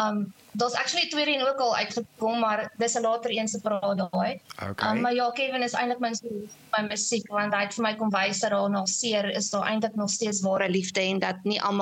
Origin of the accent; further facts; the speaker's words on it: Oudtshoorn, Western Cape, South Africa; also born or lived in Port Elizabeth; now in Mossel Bay, South Africa; Ek is gebore eindelijk in Port Elizabeth. Okay. My pa was daar in die gevangenis in die gelees en toe het ons Mosselbaai toe gekom en toe Oudtshoorn toe en daar het ek groot geworden en as ek weer terug in Mosselbaai.